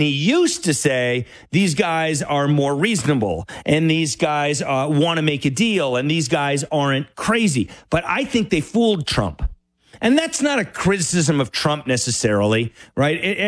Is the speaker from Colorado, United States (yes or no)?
yes; Denver, Colorado, United States; from Denver in for the awesome Guy Benson.